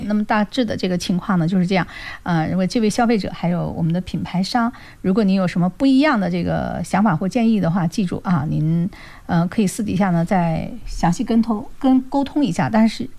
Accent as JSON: {"language": "Chinese", "country": "China", "said": "我们中国人呢是讲究锅气的"}